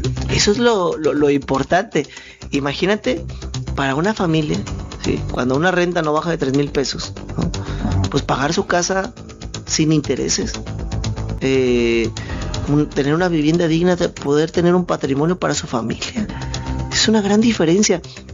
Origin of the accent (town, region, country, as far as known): Mexico